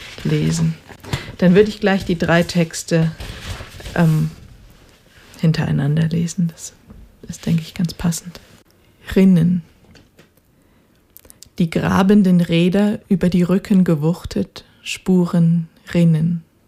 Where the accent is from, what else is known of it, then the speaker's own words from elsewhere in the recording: Chemnitz, Saxony, Germany; Und ich bin in Chemnitz aufgewachsen, habe aber sehr viel Zeit in diesen Wäldern verbracht. Ja, in dieser gesamten Gegend zwischen Elbsandsteingebirge und Vogtland.